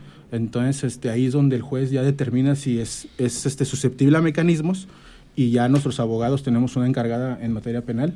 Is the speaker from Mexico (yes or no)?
yes; Guadalajara, Jalisco, Mexico; Mira, fíjate, maestra, que yo ya tengo 2 años y 3 años aquí en la región. Entonces, yo vengo de Guadalajara.